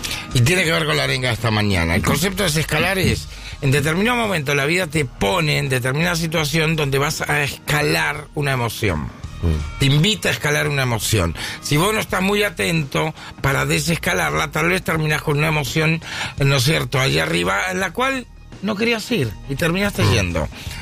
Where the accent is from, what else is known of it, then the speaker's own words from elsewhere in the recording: Argentina; ¿será que no aparezco porque yo soy argentino y ejerzo en Argentina, no en Colombia?